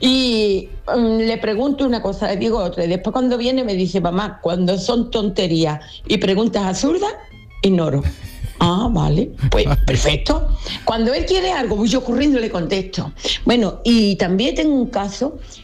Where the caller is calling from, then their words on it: Dos Hermanas, Andalusia, Spain; de Dos Hermanas.